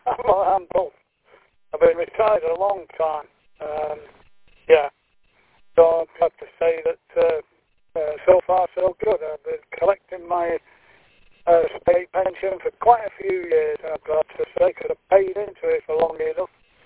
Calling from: Manchester, North West England, United Kingdom; We're from Manchester, northwest England.

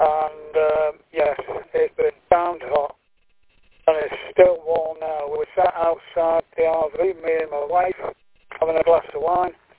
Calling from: Manchester, North West England, United Kingdom; We're from Manchester, northwest England.

